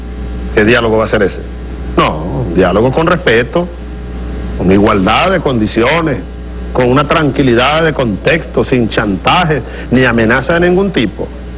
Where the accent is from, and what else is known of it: Venezuela